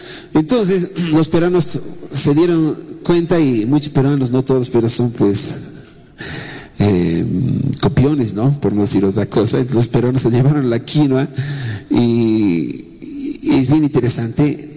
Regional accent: Bolivia; nos ha blindado a los bolivianos

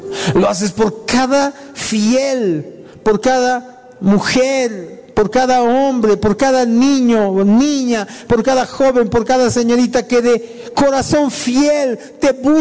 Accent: Bolivia; Nosotros también somos bolivianos.

